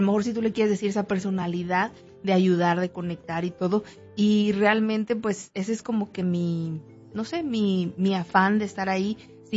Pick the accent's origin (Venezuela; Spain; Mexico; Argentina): Mexico; moved away; yo soy de México y mis papás tenían una tienda de abarrotes cuando era yo pequeña.